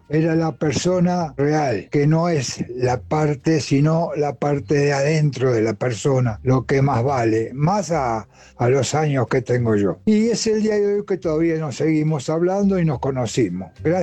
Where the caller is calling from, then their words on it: Capilla del Monte, Córdoba, Argentina; de Capilla del Monte.